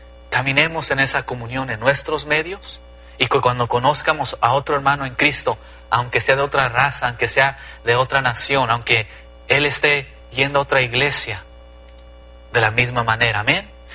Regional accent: Los Angeles, California, United States; yo crecí en Los Ángeles, California, y la mayoría de las personas donde, ahí en el mero sur centro de Los Ángeles, la mayoría son hispanos, la mayoría mexicoamericanos

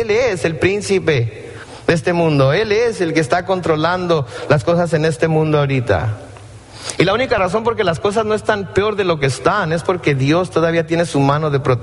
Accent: Compton, California, United States; moved away; yo crecí en la ciudad de Campton. Y cuando yo crecí en Campton era una ciudad muy tranquila.

